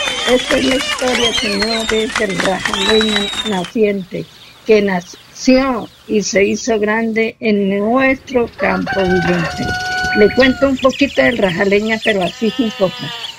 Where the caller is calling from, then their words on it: Colombia